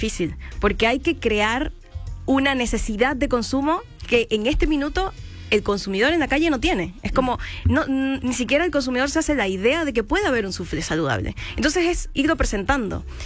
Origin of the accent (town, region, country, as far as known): Chile